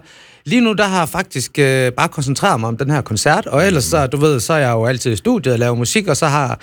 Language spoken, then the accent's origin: Danish; Aarhus, Central Denmark Region, Denmark; now in Copenhagen, Denmark; Jeg var fra Aarhus, det ved alle folk